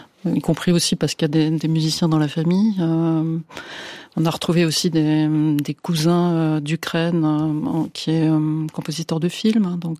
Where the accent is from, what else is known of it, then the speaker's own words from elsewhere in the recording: Bordeaux, Nouvelle-Aquitaine, France; born there; Moi, je suis née à Bordeaux, dans une magnifique ville, vraiment avec un ensemble 18e magnifique, qui était une belle endormie